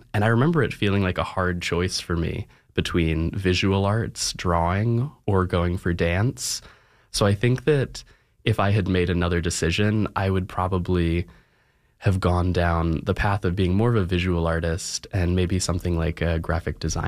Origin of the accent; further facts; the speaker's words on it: Virginia, United States; I'm from Virginia